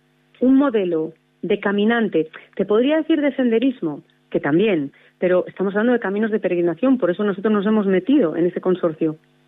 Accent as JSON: {"language": "Spanish", "town": "Santiago de Compostela", "region": "Galicia", "country": "Spain", "tie": "born there", "moved": "yes", "lives_now": "Liébana, Spain", "said": "yo nací en Santiago de Compostela, pero he de decir que mi corazón no es que esté dividido, es que lo suman dos partes. Una es la parte gallega, obviamente, como picheleira que soy y nací, y otra es la parte lebaniega, porque dos, que es donde vivo, resido y llevo más de 20 años"}